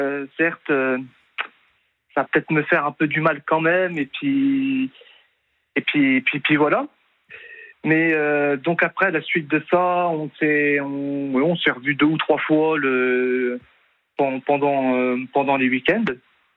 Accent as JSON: {"language": "French", "town": "Nancy", "region": "Grand Est", "country": "France", "also_born_or_lived": "Ardennes", "said": "parce que moi, je suis originaire de Nancy. En Meurthe-et-Moselle, sauf que cette époque-là, moi j'habitais chez mes parents, qui habitaient dans les Ardennes."}